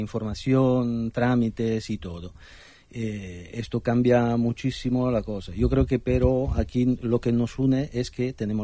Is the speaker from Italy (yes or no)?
yes; Italy; moved away; Nosotros venimos de Italia, entonces somos especialistas en navegar en medio de la burocracia, porque creo que es uno de los países más complejos que hay en Europa o en el mundo incluso.